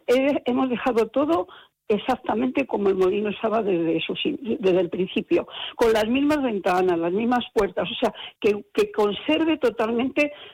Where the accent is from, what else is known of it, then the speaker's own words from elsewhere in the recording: Madrid, Community of Madrid, Spain; somos de Madrid